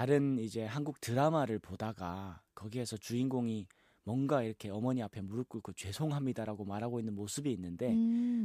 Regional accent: Chongjin, North Hamgyong, North Korea; 청진에서 태어나서 청진에서 살고 청진에 있다가 청진에서 왔습니다.

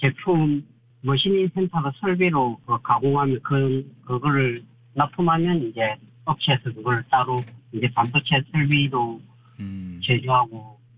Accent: Busan, South Korea; moved away; 제가 이제 부산에서 고향이 부산인데

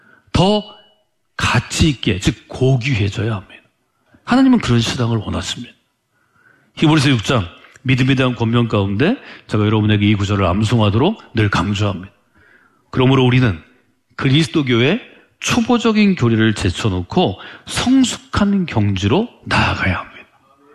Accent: South Korea

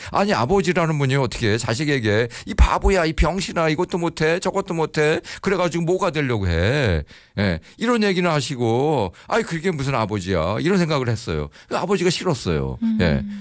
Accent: Yongin, Gyeonggi Province, South Korea; 저는 이제 경기도 용인구 내사면 양지리 437번지라는 아주 시골 마을에서 태어났어요. 대학교 가는 것이 그 마을에서 저밖에 없었어요.

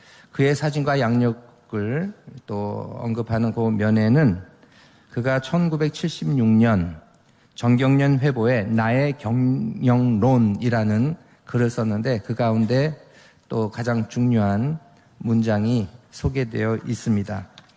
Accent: South Korea; 우리 그리스도인들은 하나님께서 우리 가운데 대한민국에서 태어나게 하셨고 대한민국 국민이 되게 하셨다는 그 하나님의 섭리를 믿음으로 고백하면서

